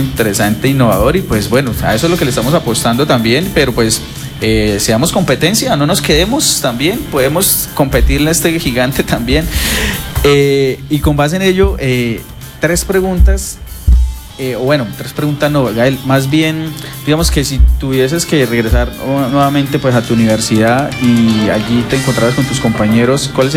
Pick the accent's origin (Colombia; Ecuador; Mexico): Colombia